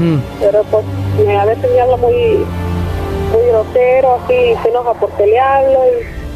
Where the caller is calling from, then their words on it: Zapotlanejo, Jalisco, Mexico; De aquí, de un ranchito, cerquito de Zapo.